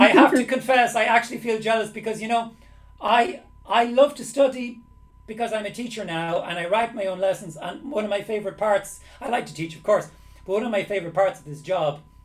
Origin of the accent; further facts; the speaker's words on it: Ireland; now in Lublin, Poland; I'm from Ireland, but I'm in Lublin.